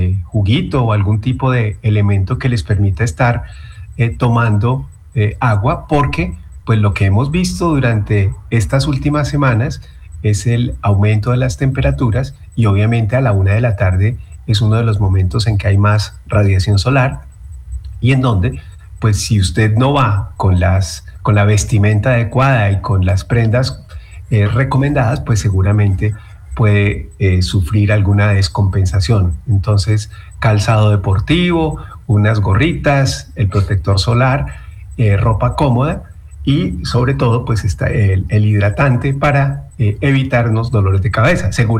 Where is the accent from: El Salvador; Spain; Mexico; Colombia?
Colombia; Creo que es lo mínimo que podemos hacer como colombianos.